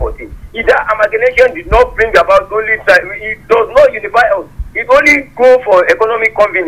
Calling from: Nigeria

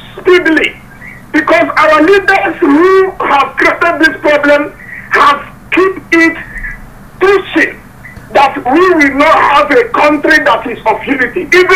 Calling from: Nigeria

